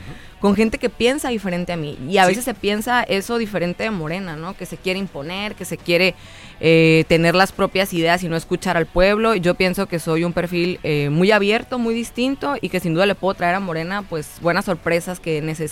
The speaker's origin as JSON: {"language": "Spanish", "town": "Mexicali", "region": "Baja California", "country": "Mexico", "tie": "born or raised there", "said": "Yo nací aquí en Mexicali, soy la primera generación de cachanillas, vengo de una familia migrante, mi mamá es de Oaxaca, mi papá es de Sinaloa"}